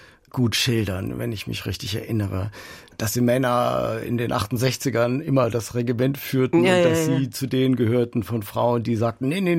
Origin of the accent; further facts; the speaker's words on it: Frankfurt am Main, Hesse, Germany; ich als Frankfurter Bub bin natürlich fast beleidigt